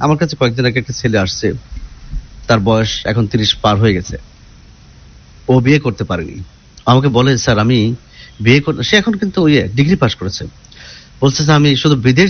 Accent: Kushtia, Khulna Division, Bangladesh; আমার বাড়ি যেমন কুষ্টিয়া, তা আমি কীভাবে দেখা করবো?

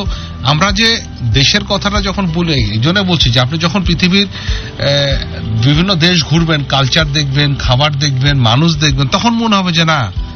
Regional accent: Bangladesh

